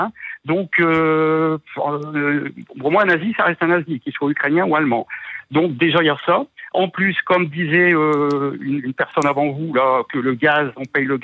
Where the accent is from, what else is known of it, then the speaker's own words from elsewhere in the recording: France; En 40, bon, moi je parle en tant que Français, hein, en Belgique c'est peut-être différent